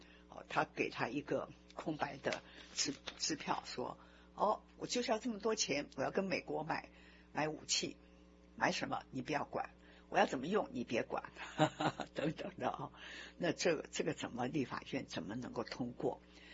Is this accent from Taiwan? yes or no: yes; Taiwan; 我就是中国人，我也是台湾人，就是如此啊。